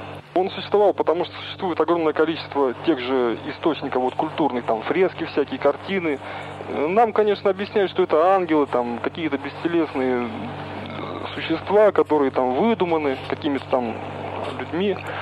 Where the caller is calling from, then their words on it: Uchkuduk, Navoiy Region, Uzbekistan; Вот я сам из Учкудука